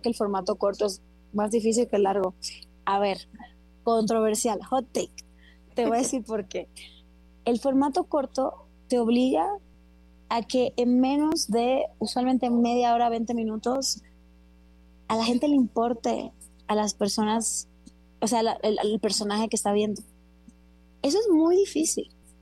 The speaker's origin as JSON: {"language": "Spanish", "country": "Dominican Republic", "moved": "yes", "lives_now": "Mexico", "said": "soy de mi país, soy de República Dominicana."}